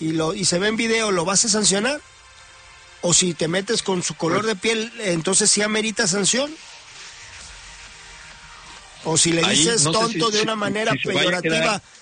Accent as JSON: {"language": "Spanish", "country": "Mexico", "said": "Yo soy mexicano"}